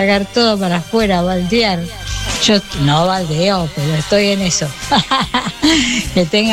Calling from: Argentina

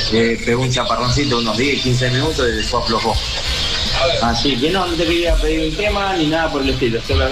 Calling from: Rosario, Santa Fe, Argentina; acá en Rosario.

